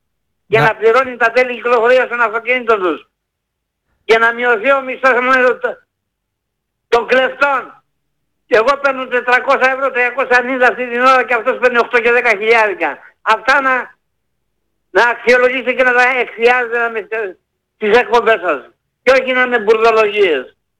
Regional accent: Akropotamos, Eastern Macedonia and Thrace, Greece; Είμαι από τον Ακροποδάμο … αλλά είμαι Πόντιος Φωτιά.

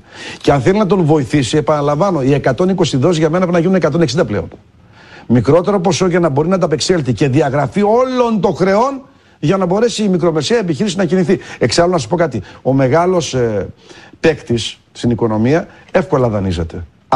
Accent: Greece

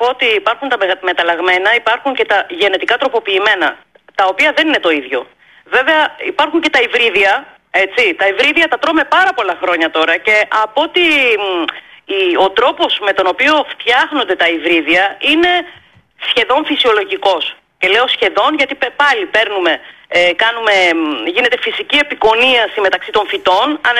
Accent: Heraklion, Crete, Greece; Την πόλη μου άντε να υπάρχουν 20, εγώ σου λέω, σε 250.000 κατοίκους του Ηρακλείου, του νομού Ηρακλείου, άντε να υπάρχουν 20.

